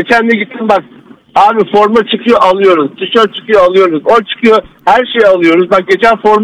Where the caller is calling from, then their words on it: Istanbul, Turkey; ben İstanbul'dan.